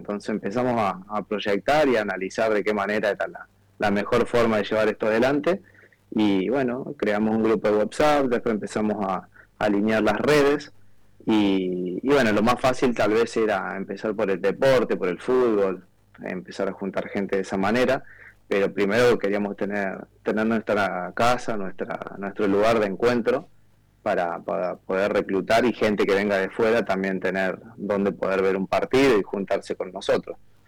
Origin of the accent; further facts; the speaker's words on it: Córdoba, Argentina; moved away as an adult; now in Málaga, Spain; Si bien yo soy del interior, soy de Córdoba, pero viajábamos mucho para Buenos Aires a poder ver a Boca